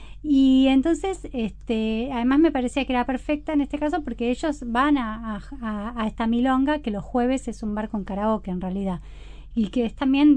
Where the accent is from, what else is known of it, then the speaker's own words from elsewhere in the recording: Buenos Aires, Argentina; moved away; yo me crié en Buenos Aires y aprendí a bailar en Buenos Aires